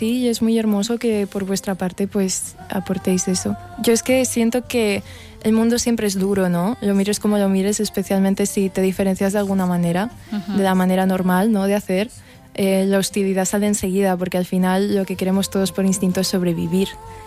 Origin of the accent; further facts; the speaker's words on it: Barcelona, Catalonia, Spain; porque yo nací y me he criado en Barcelona